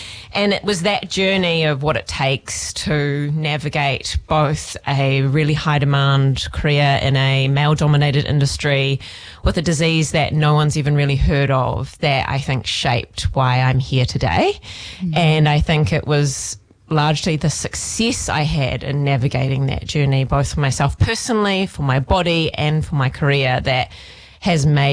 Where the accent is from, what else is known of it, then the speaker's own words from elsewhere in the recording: Auckland, New Zealand; moved away as an adult; now in Taranaki, New Zealand; I am not Taranaki born and bred. I am actually from Auckland originally. And what brought me to Taranaki, or has kept bringing me back to Taranaki, I think is the thriving energy sector that we have here.